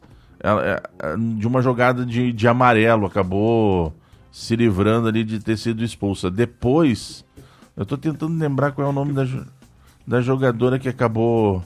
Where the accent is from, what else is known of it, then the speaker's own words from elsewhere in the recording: Brazil; Eu sou brasileiro com muito orgulho, com muito amor.